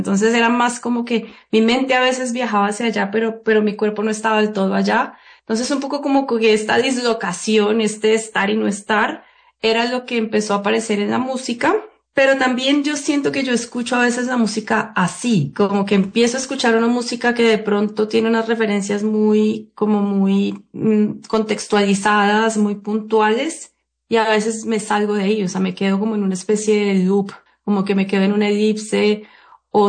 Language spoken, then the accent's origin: Spanish; Cali, Valle del Cauca, Colombia; moved away as an adult; also born or lived in Birmingham, England; la nostalgia que me dio como de Cali, de Colombia, era dolorosísima